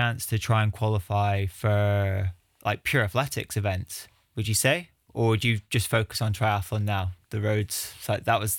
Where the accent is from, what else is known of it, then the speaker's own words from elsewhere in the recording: Luxembourg; now in Scotland, United Kingdom; I'm from Luxembourg.